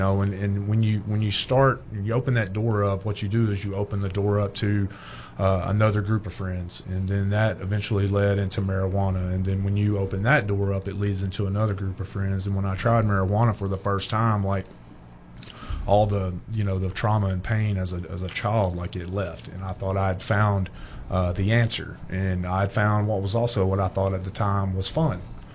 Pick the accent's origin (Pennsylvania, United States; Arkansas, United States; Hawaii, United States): Arkansas, United States; Fordyce; born or raised there